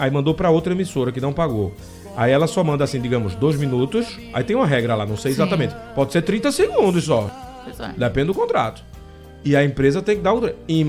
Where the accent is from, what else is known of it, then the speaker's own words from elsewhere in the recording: Pernambuco, Brazil; Não, deixa eu falar como um bom pernambucano.